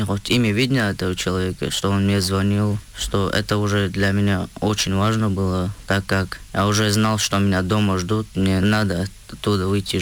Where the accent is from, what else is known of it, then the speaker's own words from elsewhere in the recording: Shuani, Chechnya, Russia; После завершения службы я приехал в родное село Шуани, Шуани называется.